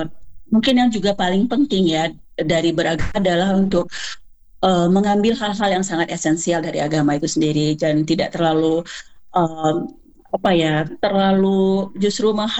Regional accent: West Sumatra, Indonesia; Saya orang Minang

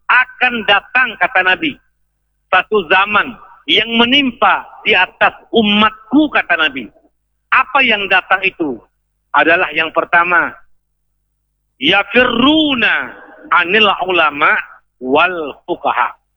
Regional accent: Aceh, Indonesia

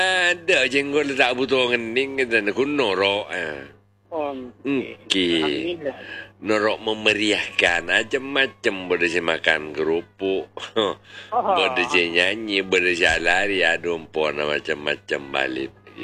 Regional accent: Jember, East Java, Indonesia; Saya dari Jember.

